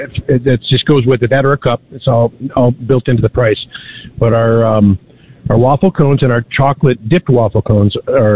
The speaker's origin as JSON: {"language": "English", "town": "Minneapolis", "region": "Minnesota", "country": "United States", "tie": "born or raised there", "said": "The one I went to was near my hometown in Minneapolis."}